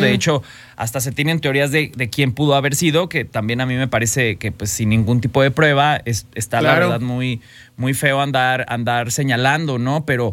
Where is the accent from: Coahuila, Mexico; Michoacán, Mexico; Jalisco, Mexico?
Jalisco, Mexico; Paisanos de Lagos. Ya ven que soy de Los Altos de Jalisco.